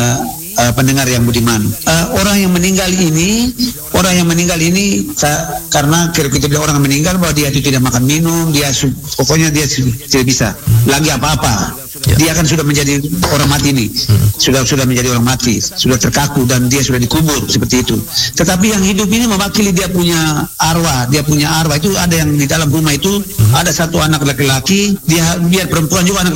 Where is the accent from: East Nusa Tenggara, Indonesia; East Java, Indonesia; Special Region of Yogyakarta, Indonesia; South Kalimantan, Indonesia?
East Nusa Tenggara, Indonesia; Lembata